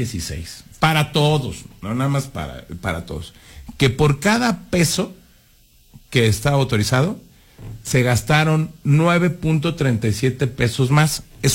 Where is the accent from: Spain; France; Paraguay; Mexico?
Mexico; Aguascalientes; Pues somos iguales, somos mexicanos, somos hermanos, somos hidrocálidos.